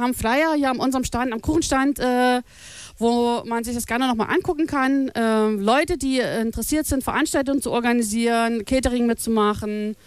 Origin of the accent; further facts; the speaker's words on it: Plessa, Brandenburg, Germany; Wir wollen Traditionen bewahren, die es hier in Plessa gibt, unsere Mundart.